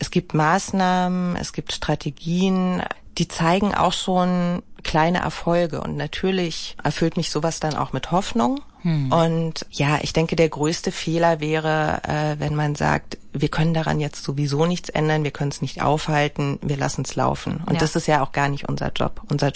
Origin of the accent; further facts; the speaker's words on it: Berlin, Germany; Also als Berlinerin kommt man ja eh nicht dran vorbei.